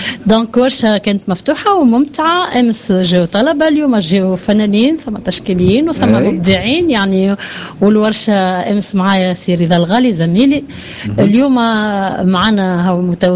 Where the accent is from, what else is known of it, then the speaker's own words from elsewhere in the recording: Sfax, Sfax Governorate, Tunisia; ترعرعت في مدينة صفاقس